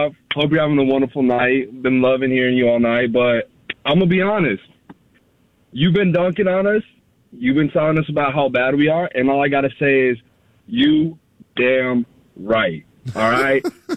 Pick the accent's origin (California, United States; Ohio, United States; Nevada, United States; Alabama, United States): California, United States; San Diego; And I got to say, I'm from San Diego. I know there's a lot of animosity in the city towards the Chargers.